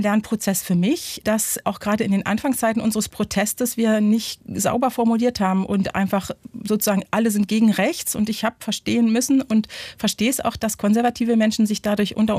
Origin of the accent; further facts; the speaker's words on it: East Germany, Germany; born there; ich bin ja ein Kind der DDR-Kirche